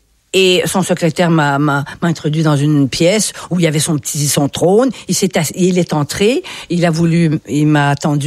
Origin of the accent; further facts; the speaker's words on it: Quebec, Canada; now in France; Oui, nous sommes des Nord-Américains. Ça, je m'en suis rendu compte en arrivant ici.